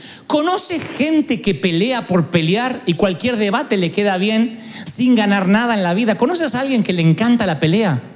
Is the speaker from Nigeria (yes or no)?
no; Argentina; born there; moved away; allá en Argentina nací, allá.